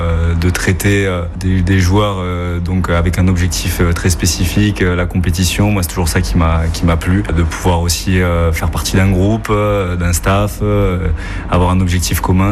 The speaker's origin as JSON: {"language": "French", "town": "Toulouse", "region": "Occitanie", "country": "France", "tie": "born or raised there", "also_born_or_lived": "Madrid, Spain", "moved": "as an adult", "said": "J'ai fait mes études en Espagne, à Madrid, et donc du coup c'est là où j'ai fait un peu de rugby mais à 15. Je suis originaire de Toulouse, donc quand je suis revenu à Toulouse après"}